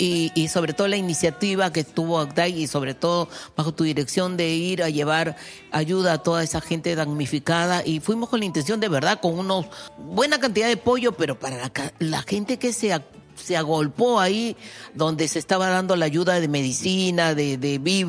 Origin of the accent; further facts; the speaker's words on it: Lima, Peru; born there; Yo nací en Barranco, en Avenida Surco 410, en un modesto callejón en el interior.